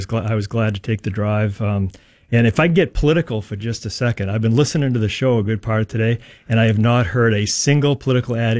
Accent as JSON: {"language": "English", "town": "Brewer", "region": "Maine", "country": "United States", "tie": "born or raised there", "also_born_or_lived": "Colorado Springs", "said": "I grew up in Brewer, Maine, went to Brewer High School"}